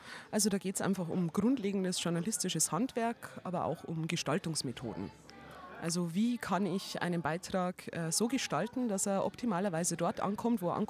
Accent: Germany; was könnte ich denn aus meiner Heimat Deutschland zum Trinken mitbringen.

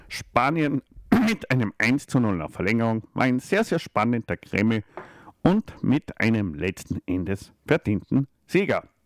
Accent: Austria; wir können als Österreicher

